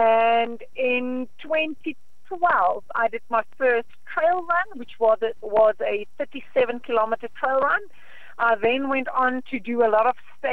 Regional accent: South Africa; also born or lived in Riversdale; now in George, South Africa; as a South African

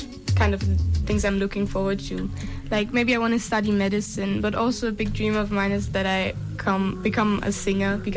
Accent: Bavaria, Germany; I'm from Germany.

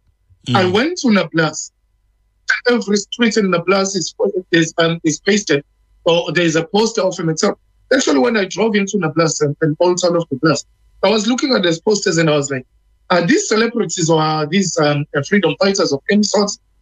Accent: KwaZulu-Natal, South Africa; I'm one activist from South Africa in KZN that chooses not to be quiet.

